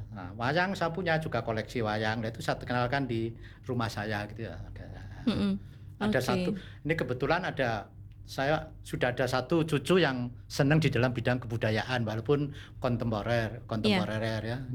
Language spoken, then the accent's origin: Indonesian; Java, Indonesia; Kebetulan karena saya orang Jawa, ya, jadi di rumah saya itu ya ada wayang.